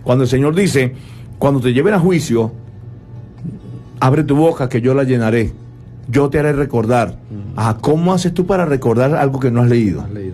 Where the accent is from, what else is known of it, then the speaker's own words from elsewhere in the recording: Venezuela; yo estoy en Venezuela y soy venezolano y no digo grosería.